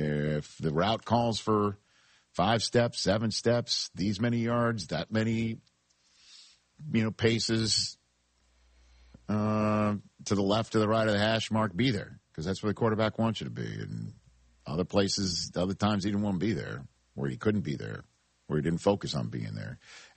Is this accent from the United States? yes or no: yes; New York, United States; now in Michigan, United States; But again, I'm a New Yorker before I was a de facto Michigander, you know, for sure.